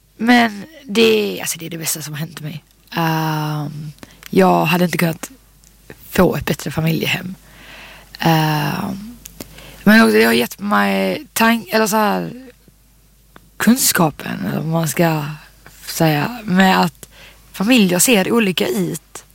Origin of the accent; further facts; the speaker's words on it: Landskrona, Skåne, Sweden; also born or lived in Marieholm; Jag är uppvuxen där, men från början är jag född i Marieholm. Mm. Men sen har jag ett familjehem i Landskrona när jag var väldigt liten.